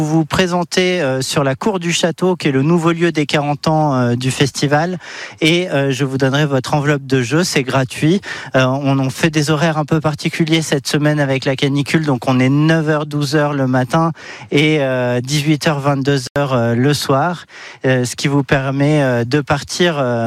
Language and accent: French; Clermont-Ferrand, Auvergne-Rhône-Alpes, France; also born or lived in south-east France; Je suis originaire de Clermont-Ferrand. D'accord. Et je suis né dans le sud-est